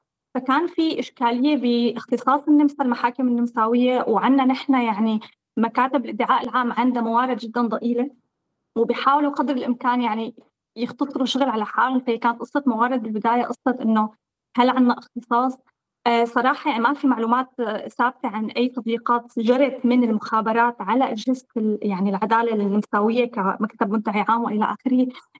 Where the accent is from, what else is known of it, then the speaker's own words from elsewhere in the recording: Syria; نحن عندنا اياها كسوريين وسوريا